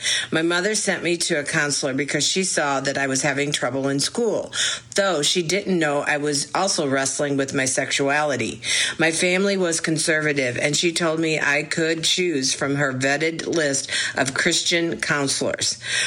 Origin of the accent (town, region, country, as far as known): Columbia, Missouri, United States; born or raised there